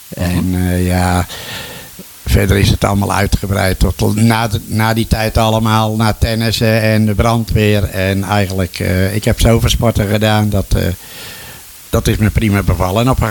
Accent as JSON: {"language": "Dutch", "town": "Bodegraven", "region": "South Holland", "country": "Netherlands", "tie": "born there", "said": "1 februari 1945 en ik ben in Bodegraven geboren."}